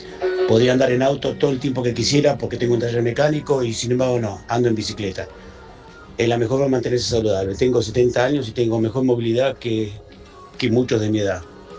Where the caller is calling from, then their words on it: Munro, Buenos Aires Province, Argentina; de Munro.